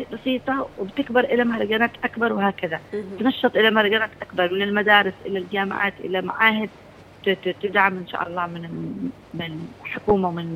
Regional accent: Yemen; هويتنا كيمنيين

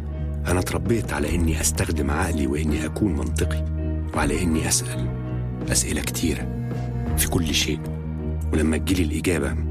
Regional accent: Egypt; born there; أنا اتولدت في مصر في ملتقى طرق ما بين ثقافتين، ثقافة العربي المسلم وتاريخ مصر القديمة.

